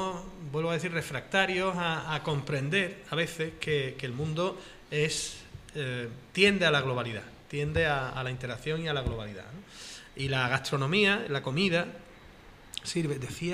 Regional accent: Spain

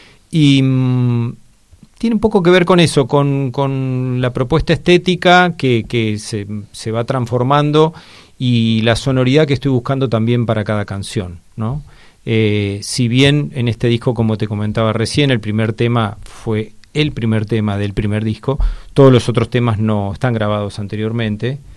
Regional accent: Buenos Aires, Argentina; yo viví de chico en Caballito, y bueno, iba al Parque Rivadavia ahí todo el tiempo. Ahora, otra vez, volví al barrio

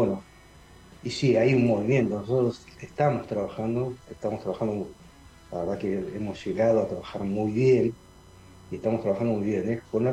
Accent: Neuquén, Argentina; somos gente de Neuquén

